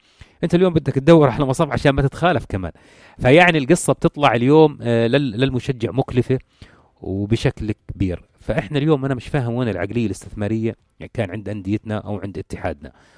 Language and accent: Arabic; Jordan; عندنا بالأردن